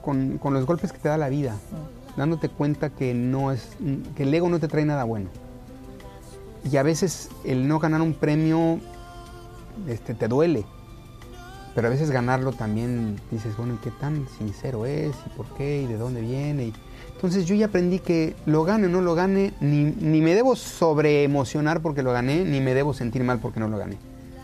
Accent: Mexico; Por cómo somos los mexicanos, por cómo es el país

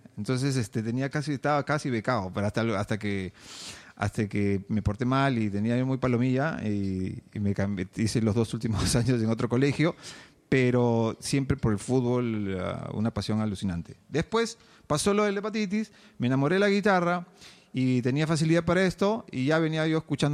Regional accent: Lima, Peru; Yo nací en el Hospital Rebagliati, acá en Lima. Y por mucho tiempo vivimos muy cerca al hospital, en el distrito de Lince. Y de ahí nos mudamos a La Molina, cuando recién están urbanizando toda esa zona

